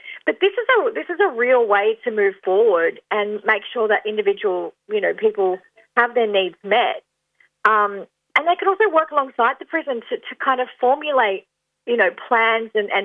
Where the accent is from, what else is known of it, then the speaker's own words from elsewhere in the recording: Queensland, Australia; moved away; I'm originally from Queensland and I wanted to go back home to Queensland to my family